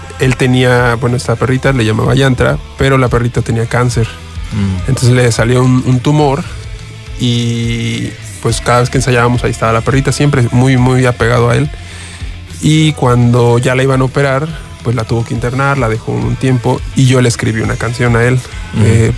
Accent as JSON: {"language": "Spanish", "region": "Veracruz", "country": "Mexico", "said": "Yo soy de Veracruz."}